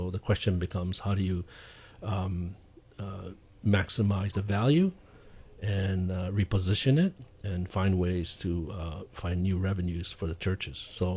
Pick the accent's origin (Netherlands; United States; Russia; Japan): Japan; Okinawa; moved away; I come from Okinawa, right?